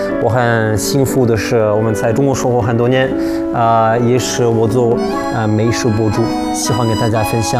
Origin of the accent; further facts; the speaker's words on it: United Kingdom; Chinese is a second language; now in Beijing, China; 我是一个英国人，然后我是在北京生活有24年了